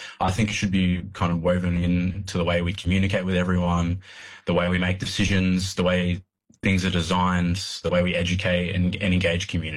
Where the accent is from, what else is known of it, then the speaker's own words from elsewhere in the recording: New South Wales, Australia; I'm a proud Wiradjuri man with family connections to the Kaurna and Cootamundra regions of New South Wales.